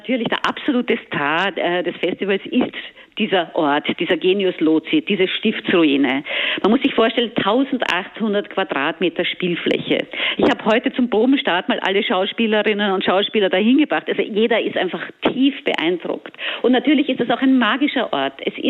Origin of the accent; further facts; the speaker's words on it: Vienna, Austria; accent: Austrian